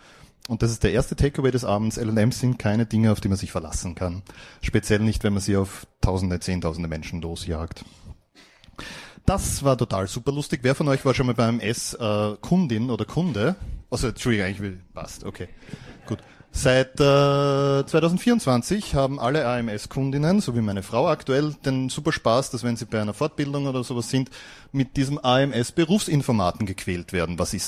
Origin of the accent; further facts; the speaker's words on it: Graz, Styria, Austria; ich komme aus Graz.